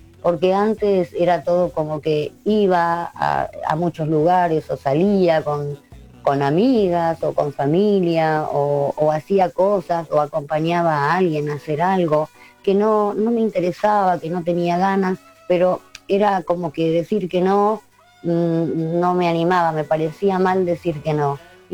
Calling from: Buenos Aires, Argentina; de Barrio Norte.

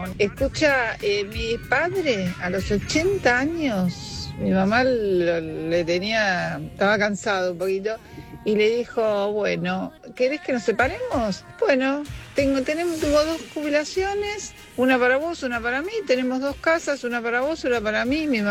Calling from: Devoto, Buenos Aires, Argentina; de Devoto.

